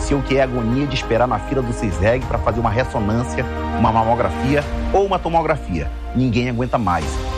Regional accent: Coari, Amazonas, Brazil; nasci e cresci em Coari, interior do estado. E a minha indignação é a mesma de todos os amazonenses.

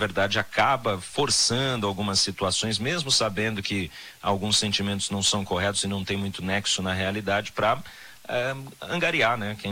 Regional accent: Brazil; Então, eu sou brasileiro e agora é o meu momento aqui de ter minha autoestima revigorada, ter a minha identificação com uma das coisas mais importantes do nosso país, né?

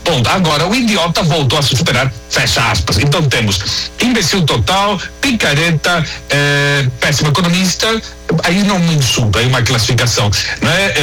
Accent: Londrina, Paraná, Brazil; Eu ouvi isso, exatamente, eu ouvi essas besteiras quando era criança lá em Londrina.

